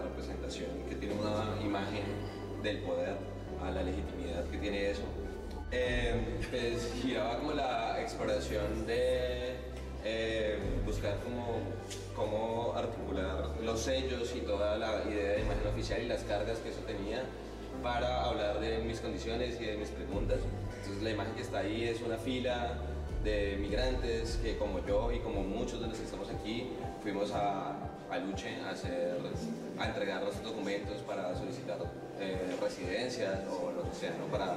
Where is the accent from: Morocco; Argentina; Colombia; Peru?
Colombia; moved away as an adult; now in Spain; soy colombiano y estoy aquí hace unos 4 años